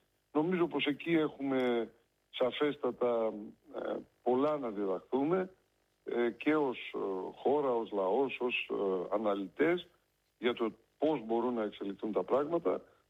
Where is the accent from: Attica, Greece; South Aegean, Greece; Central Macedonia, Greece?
Attica, Greece; Athens; moved away as an adult; also born or lived in Soviet Union / Russia; Γεννήθηκα στην Κυψέλη, η μητέρα μου μοδίστρα, ο πατέρας μου σιδηροδρομικός